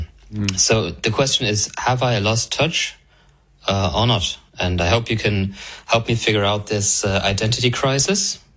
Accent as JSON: {"language": "English", "country": "Germany", "second_language": "English", "said": "As Andy just mentioned … from Germany"}